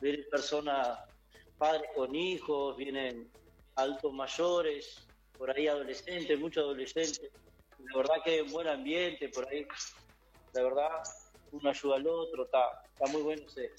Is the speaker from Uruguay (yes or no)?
yes; Minas de Corrales, Rivera, Uruguay; Sí, soy oriundo de Mina de Corrales.